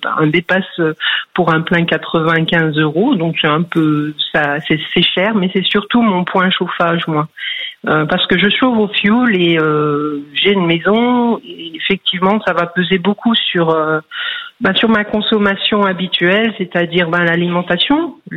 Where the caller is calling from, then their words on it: Woippy, Grand Est, France; Alors, j'appelle de Voipy, qui se trouve en Moselle, près de Metz.